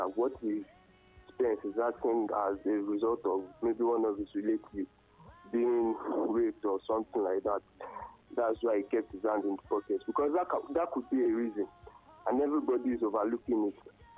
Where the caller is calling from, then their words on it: Abuja, Federal Capital Territory, Nigeria; I'm calling from Abuja.